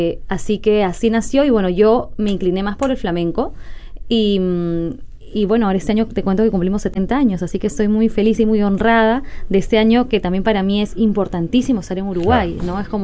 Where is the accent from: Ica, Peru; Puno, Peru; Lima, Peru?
Lima, Peru; En Lima, sí, eso. En la casa donde yo nací, ahí era la escuela.